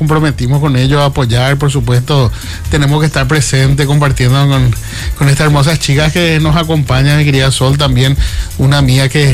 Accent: Luque, Central, Paraguay; Un fanático por mi querida ciudad

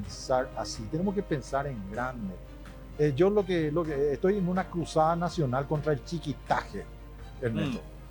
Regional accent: Paraguay

